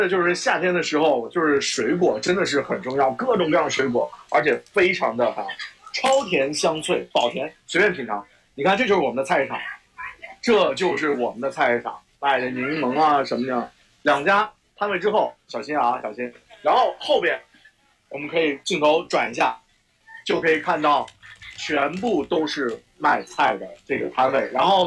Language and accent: Chinese; Henan, China; 咱们河南爱吃面条